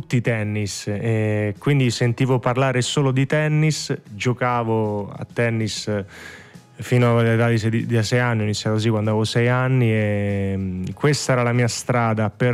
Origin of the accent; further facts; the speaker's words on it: Rome, Lazio, Italy; now in United States; perché vengo da Roma